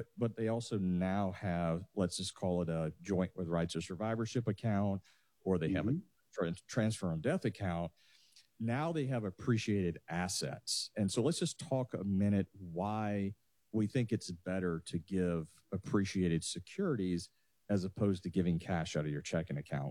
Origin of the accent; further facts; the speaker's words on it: Atlanta, Georgia, United States; moved away; I'm actually from the Atlanta area.